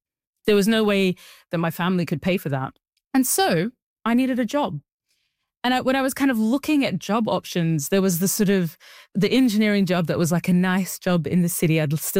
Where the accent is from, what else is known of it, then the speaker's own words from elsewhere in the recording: Australia; also born or lived in Sudan; I was born in Sudan. I was raised in Australia.